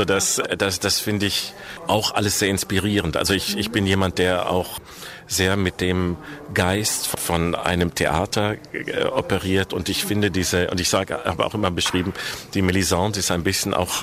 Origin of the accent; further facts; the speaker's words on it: Essen, North Rhine-Westphalia, Germany; außer dass wir zusammen studiert haben in Essen, in meiner Heimatstadt.